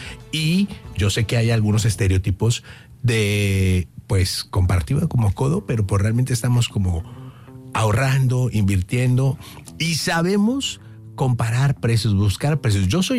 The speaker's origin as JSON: {"language": "Spanish", "town": "Monterrey", "region": "Nuevo León", "country": "Mexico", "tie": "born or raised there", "said": "así somos todos los regios, es lo que yo he visto y es como he convivido toda mi vida aquí con ustedes."}